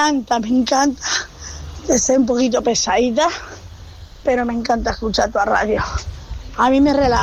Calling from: Casa Pastores, Canary Islands, Spain; de Casa Pastores

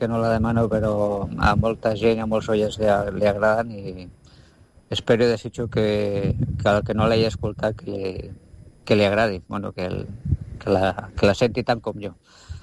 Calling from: Mataró, Catalonia, Spain; des d'aquí de Mataró

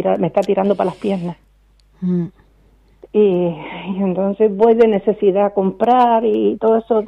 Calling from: Canary Islands, Spain; hace calor aquí en La Paterna.

